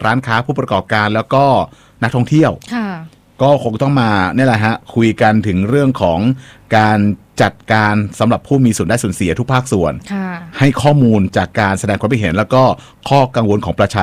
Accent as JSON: {"language": "Thai", "region": "Chiang Mai", "country": "Thailand", "tie": "born or raised there"}